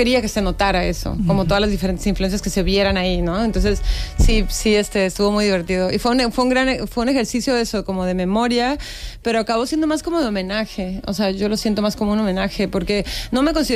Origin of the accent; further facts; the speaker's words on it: Tijuana, Baja California, Mexico; me di cuenta que ahí se completaba mi identidad y entendía muchas cosas de mí misma que desde Tijuana me estaba costando ver